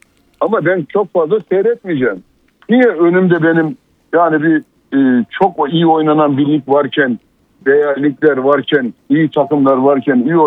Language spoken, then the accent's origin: Turkish; Trabzon, Turkey; Benim şehrim